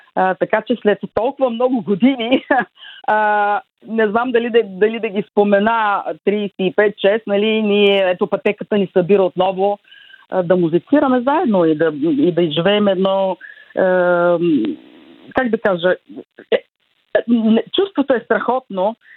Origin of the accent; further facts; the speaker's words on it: Burgas, Burgas Province, Bulgaria; moved away as an adult; also born or lived in Sofia; now in Belgium; и двамата сме родени в Бургас и сме завършили музикалното училище в родния си град